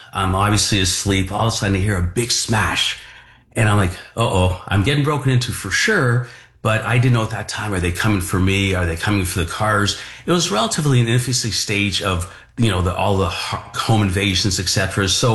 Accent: Mississauga, Ontario, Canada; I'm from Mississauga.

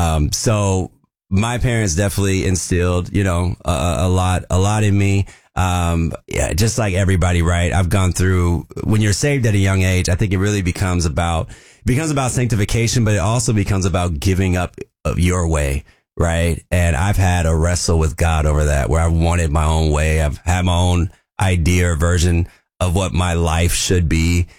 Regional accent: Vancouver, Washington, United States; So I grew up in Vancouver, Washington.

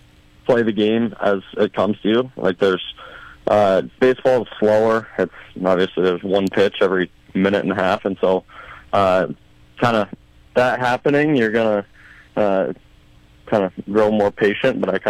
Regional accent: Sioux Falls, South Dakota, United States; it kind of meant more coming back to Sioux Falls, playing in the Clark Cup Final against USHL team in my home state

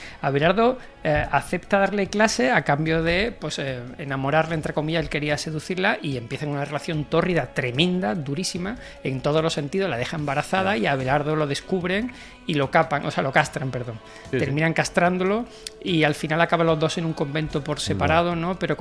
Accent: Seville, Andalusia, Spain

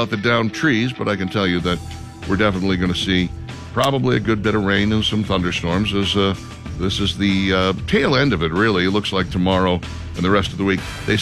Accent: Minnesota, United States; Minnesota, home of the scammer, which I couldn't be prouder of because, you know, it's my home state.

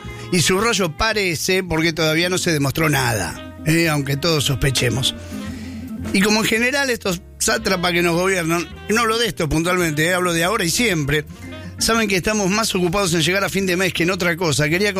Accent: Argentina; nosotros somos argentinos.

